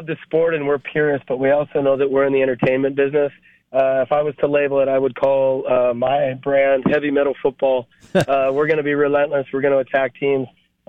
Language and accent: English; Seattle, Washington, United States; moved away as an adult; also born or lived in Portland, Oregon / Richmond, Virginia; now in Eugene, United States; I'm a Northwest guy. I grew up in Seattle, went to college in Portland.